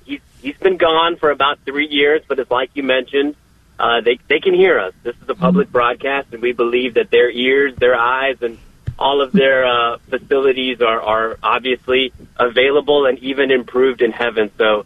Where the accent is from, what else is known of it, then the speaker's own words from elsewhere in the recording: Mission, Texas, United States; So we're from the Rio Grande Valley, Mission, mm-hmm. Texas.